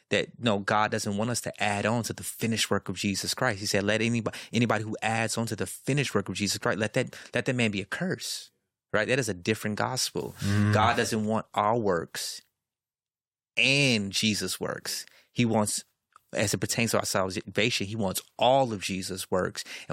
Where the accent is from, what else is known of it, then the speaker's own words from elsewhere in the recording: Chicago, Illinois, United States; On this side, it's my Chicago Bulls cap, because I'm from Chicago.